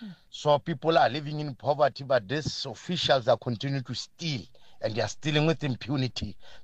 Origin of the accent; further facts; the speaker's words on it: Taung, North West, South Africa; my hometown in Taung